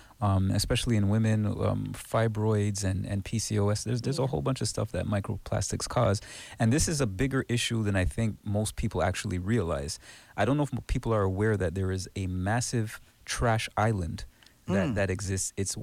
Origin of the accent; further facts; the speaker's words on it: Montreal, Quebec, Canada; moved away; When I grew up in Montreal, Canada